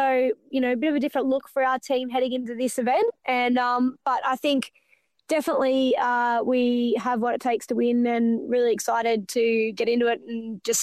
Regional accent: Bathurst, New South Wales, Australia; always growing up in Bathurst, had a very positive sporting relationship

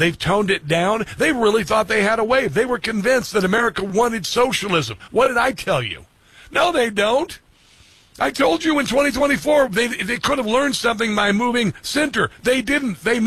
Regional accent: Iowa, United States; moved away; also born or lived in Nebraska / Kansas; Texas, Alaska, Nebraska favors the GOP, my home state originally, grew up in Iowa, though, and Kansas, where I most recently lived for 10 years.

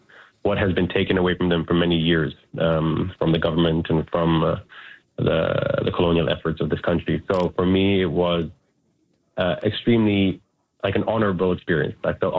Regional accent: Italy; now in Waskaganis, Canada; I'm originally from Italy, but now I live in Waskaganis in northern Quebec

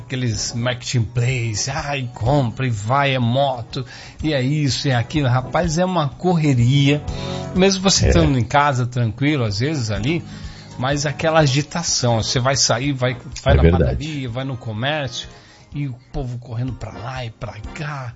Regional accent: Curitiba, Paraná, Brazil; born there; moved away; also born or lived in São Paulo; Quando eu nasci em Curitiba, né? Mas em 93 eu vim morar para São Paulo, né? Já jovem, né? E aí quando voltei para morar em Curitiba, né?

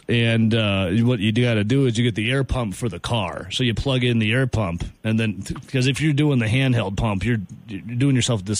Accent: Dodgeville, Wisconsin, United States; That's my stomping grounds. That's my hometown.

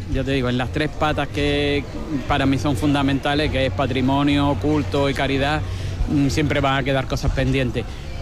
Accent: Ayamonte, Andalusia, Spain; todos los ayamontinos, una ciudad tan cofrade como somos nosotros

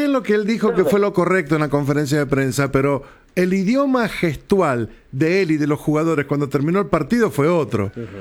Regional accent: Argentina; Somos argentinos y nos gusta sufrir.

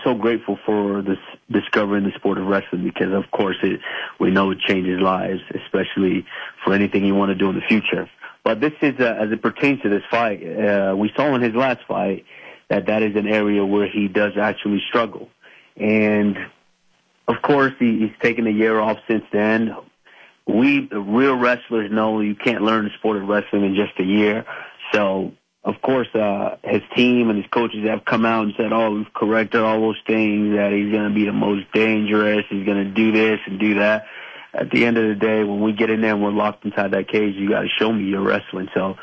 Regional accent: Arlington, Texas, United States; right across from the Red River, so I grew up in Arlington, Texas.

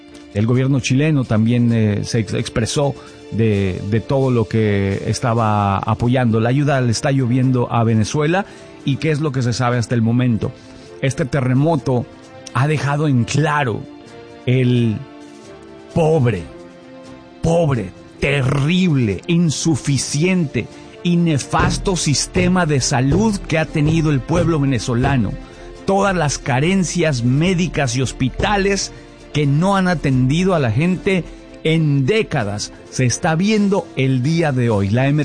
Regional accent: Mexico; now in United States; como un mexicano que se ha enfrentado a los grandes y tan terribles, devastadores terremotos que ha sido afectado México

